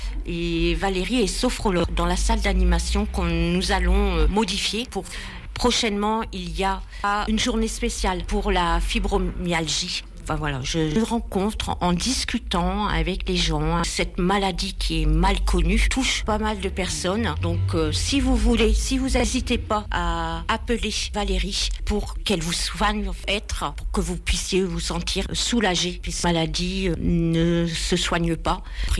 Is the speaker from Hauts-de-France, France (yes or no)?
yes; Arras, Hauts-de-France, France; moved away as an adult; also born or lived in Poitiers; Dans mon parcours, je suis partie 20 ans vivre sur Poitiers. Mais ma région, Arras, ma ville, mon beffroi